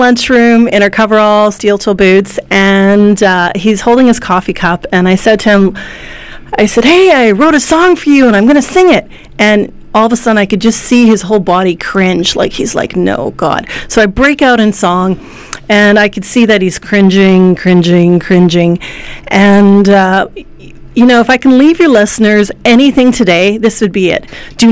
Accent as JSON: {"language": "English", "town": "Yellowknife", "region": "Northwest Territories", "country": "Canada", "tie": "born or raised there", "moved": "yes", "lives_now": "Edmonton, Canada", "said": "I'm a local artist from Edmonton, Alberta. I grew up in Yellowknife, Northwest Territories. And I've been in Edmonton for a number of years."}